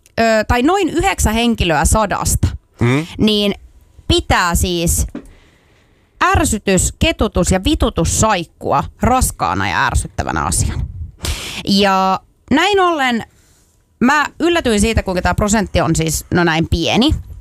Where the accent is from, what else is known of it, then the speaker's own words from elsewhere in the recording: Lahti, Päijät-Häme, Finland; mä oon Lahdesta kotoisin